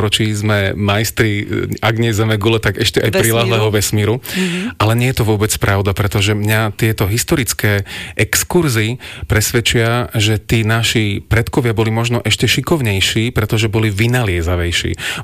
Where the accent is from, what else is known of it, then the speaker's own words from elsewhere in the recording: Bratislava, Bratislava Region, Slovakia; u nás v Bratislave